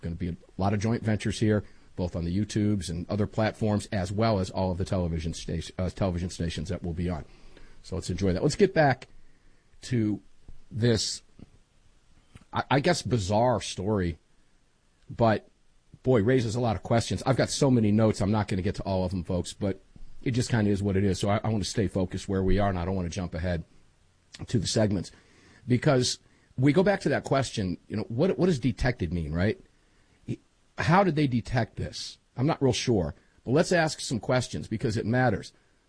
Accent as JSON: {"language": "English", "town": "Tampa", "region": "Florida", "country": "United States", "tie": "born or raised there", "said": "they've moved into my hometown of Tampa, Florida."}